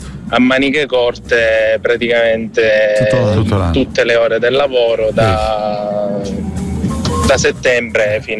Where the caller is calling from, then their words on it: Syracuse, Sicily, Italy; buongiorno … da Siracusa.